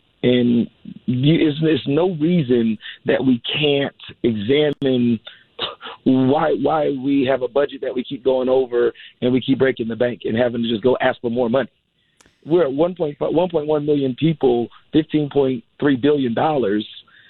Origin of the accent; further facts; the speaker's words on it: Raleigh, North Carolina, United States; born there; also born or lived in Illinois / Indiana; So I was born in Raleigh. Then my father was a part of IBM. He was actually in the Navy. So I kind of moved around a little bit with him. And I did a little bit of time in Illinois, Indiana.